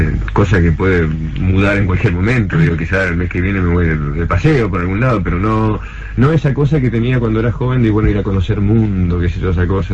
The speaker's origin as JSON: {"language": "Spanish", "town": "La Plata", "region": "Buenos Aires Province", "country": "Argentina", "said": "uno sale de La Plata y queda registrado como en la anécdota de … que somos platenses. Yo he vivido más tiempo en otros lugares que en La Plata"}